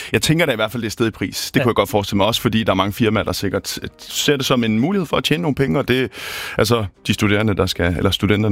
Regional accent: Zealand, Denmark; now in Bornholm, Denmark; jeg er jo oprindeligt fra Sjælland

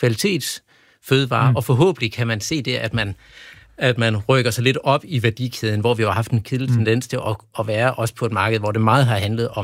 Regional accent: Vejle, Region of Southern Denmark, Denmark; som jeg kommer fra Vejle

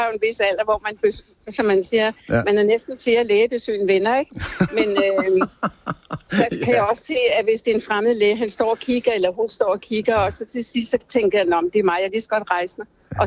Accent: Valby, Capital Region of Denmark, Denmark; born there; Jeg er født i Valby.

